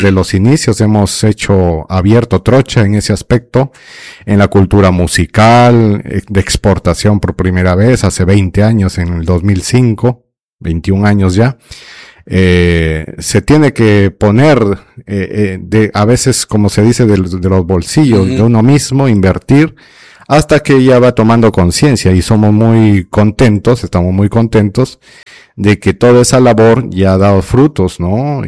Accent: Trujillo, La Libertad, Peru; moved away as an adult; now in Tarapoto, Peru; Nosotros, pues, que somos trujillanos, sabemos eso.

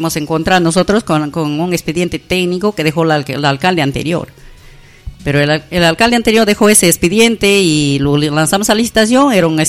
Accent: Tocache, San Martín, Peru; also born or lived in Huánuco; soy nacida y crecida en Tocache y he hecho mi primaria y mi secundaria en la ciudad de Tocache y mi estudio superior lo he hecho en Huánuco

